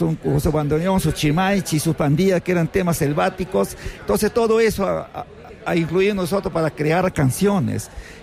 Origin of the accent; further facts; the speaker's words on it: Moyobamba, San Martín, Peru; Porque yo soy del corazón de la selva, capital de la región de San Martín, Moyobamba.